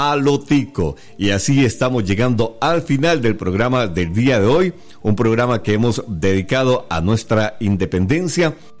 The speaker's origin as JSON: {"language": "Spanish", "country": "Costa Rica"}